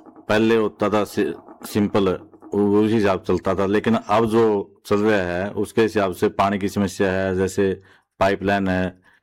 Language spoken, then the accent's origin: Hindi; Haryana, India; ग्वांड 5 गांव तो हमारे होएगे, फिरदपुर, किनाड़ा, कंडूल, खैरी, पाबड़ा, साथ में नैला लगता है